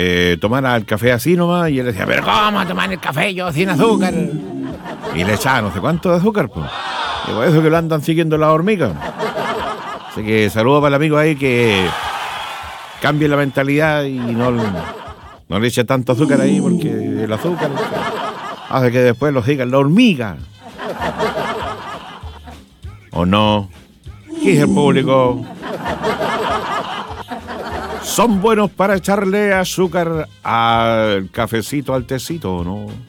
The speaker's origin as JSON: {"language": "Spanish", "country": "Chile", "said": "Somos los chilenos y las chilenas. Buenos peatones, ¿qué dice el público?"}